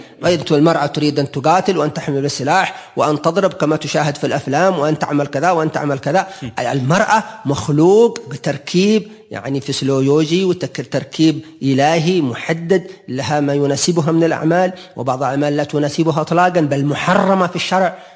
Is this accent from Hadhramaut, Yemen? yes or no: yes; Hadhramaut, Yemen; عندنا في حضرموت